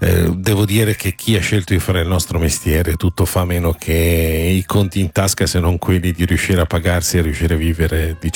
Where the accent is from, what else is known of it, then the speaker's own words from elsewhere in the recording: Parma, Emilia-Romagna, Italy; also born or lived in Abruzzo; Io sono abruzzese, ma avevo un anno quando sono venuto a Parma. Io mi sento molto parmigiano.